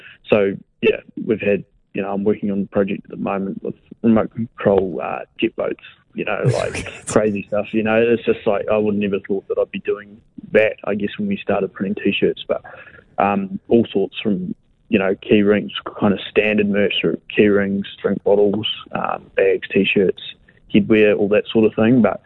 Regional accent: Australia; but being an Aussie. So there's two of us here in Melbourne.

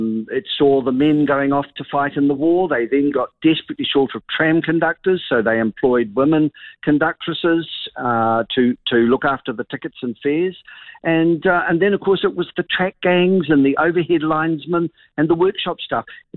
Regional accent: Auckland, New Zealand; I grew up in Auckland when it had trolley buses.

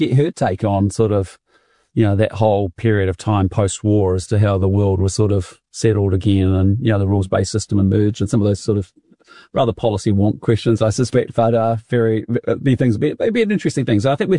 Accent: Auckland, New Zealand; born there; also born or lived in Christchurch; we moved up from Christchurch to this place called Howick, Cockle Bay, and we lived here for about 10 years, and it's where a lot of where my childhood was.

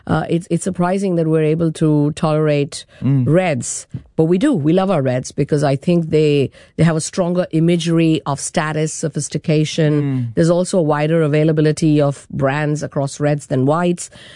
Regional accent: India; But also as an Indian, I had very little access to good quality wines to taste and sample, no mentorship program, no peers to study with, and hardly any access to good tastings

